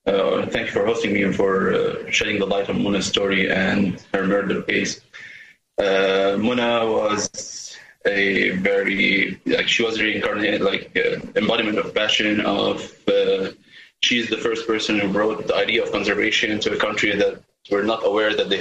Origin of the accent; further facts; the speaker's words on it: Mansouri, South Governorate, Lebanon; I was a kid from the Al-Mansouri town. I was on the beach, swimming like everyone else.